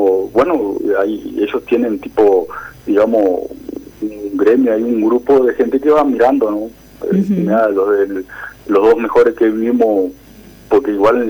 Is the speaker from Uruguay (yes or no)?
yes; Uruguay; Pero nosotros como uruguayos siempre...